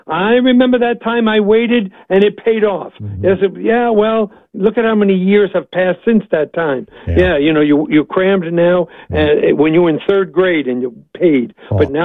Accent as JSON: {"language": "English", "region": "New York", "country": "United States", "said": "I talk fast. I'm from New York, so I can do this."}